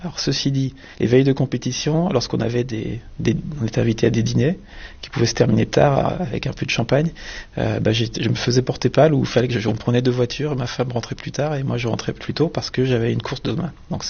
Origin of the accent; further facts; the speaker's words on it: Bourgogne-Franche-Comté, France; j'ai 49 ans. Je viens de Franche-Comté, entre Vesoul et Épinal. Donc c'est dans les contreforts des Vosges, d'une zone un peu montagneuse. Et mes parents avaient une ferme, avaient une petite ferme, une petite exploitation de montagne avec une douzaine de vaches.